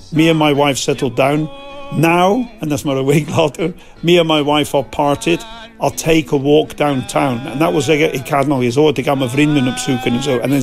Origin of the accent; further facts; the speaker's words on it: Bristol, South West England, United Kingdom; born there; Dutch is a second language; Ik supporter een ploeg in Engeland in vierde klasse. Dat is van waar ik geboren ben, hè? Bristol, Bristol Rovers. Maar dat is van de arme kant van Bristol, de noorden kant, de working class area.